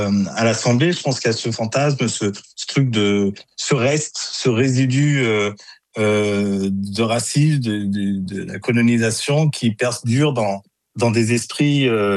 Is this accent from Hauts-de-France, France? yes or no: no; Île-de-France, France; Moi, je suis né ici, je suis un banlieusard, je suis né en Essonne. Mon père était militaire, mort en service commandé. Donc moi, la France, elle vit en moi.